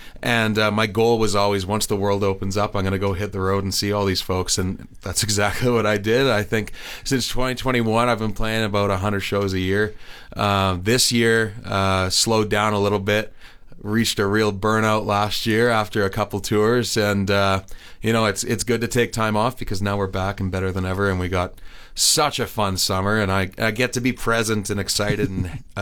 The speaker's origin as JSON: {"language": "English", "region": "Saskatchewan", "country": "Canada", "moved": "yes", "said": "I'm from Sask originally"}